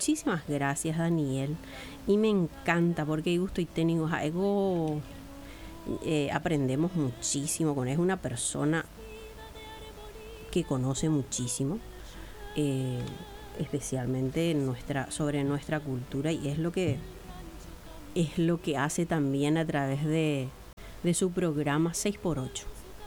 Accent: Paraguay; porque este es un programa donde conocemos, donde compartimos lo que es nuestra manera de vivir de como paraguayos.

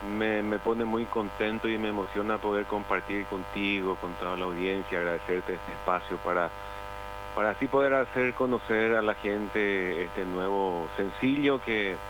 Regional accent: Paraguay; nosotros somos un país tan chiquito en medio de potencias, uh-huh, como Brasil, Argentina, Colombia

